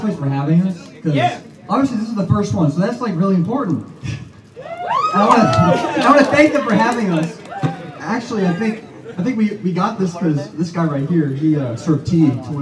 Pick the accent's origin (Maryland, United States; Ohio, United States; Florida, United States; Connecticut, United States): Maryland, United States; So we're from Calver County, it's a little south of here.